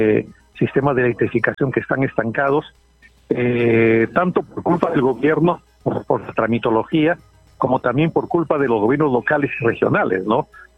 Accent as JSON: {"language": "Spanish", "country": "Peru"}